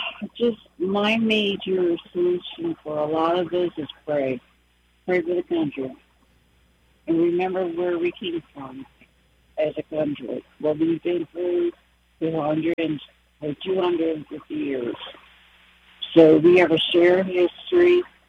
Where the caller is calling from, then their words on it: United States; Even though I'm a mixed heritage of our Heinz 57, some people say, I don't care. I'm American.